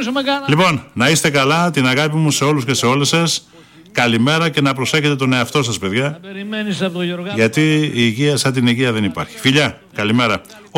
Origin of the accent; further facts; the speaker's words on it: Crete, Greece; Έτσι, παλικαράκι, είμαι από την Κρήτη.